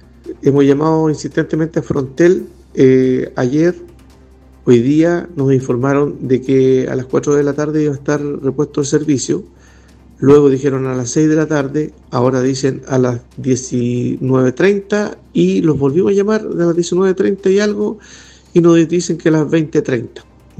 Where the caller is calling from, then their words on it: Chile; estoy llamando de Unihue, el sector del Llano, los sauces del Llano.